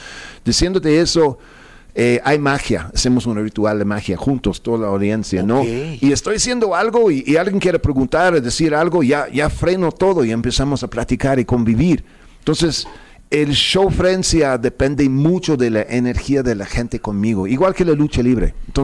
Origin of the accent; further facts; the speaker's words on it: Mexico City, Mexico; Soy chilango con acento, pues yo qué hago, ¿no?